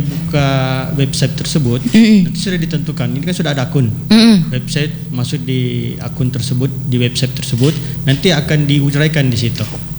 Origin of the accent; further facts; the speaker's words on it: West Sulawesi, Indonesia; kita orang Sulawesi Barat